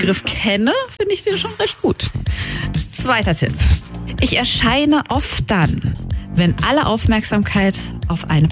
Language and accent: German; Freiburg, Baden-Württemberg, Germany; Ich bin nämlich auch im Mooswald aufgewachsen.